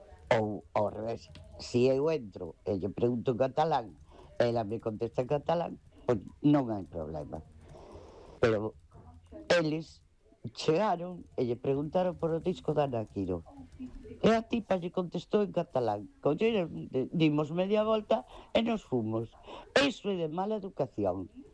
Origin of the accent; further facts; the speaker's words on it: Ferrol, Galicia, Spain; de Ferrol, sí, outra vez.